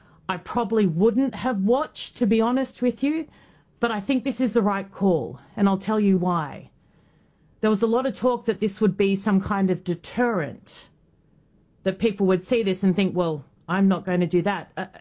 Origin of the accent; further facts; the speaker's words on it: Australia; Yes, I'm an Aussie. I need you at the top of your game, or my country's screwed. And let's not start on what my government's doing.